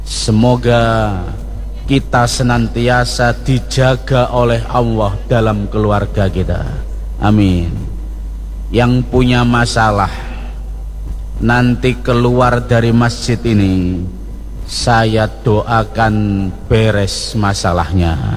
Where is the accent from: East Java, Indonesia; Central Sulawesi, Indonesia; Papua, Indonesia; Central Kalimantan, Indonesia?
East Java, Indonesia; Surabaya; accent: East Javanese; Maka saya itu bisa keliling Indonesia itu karena logat saya yang ketahuan. Oh, ini orang Surabaya, ini logat Jawa Timuran.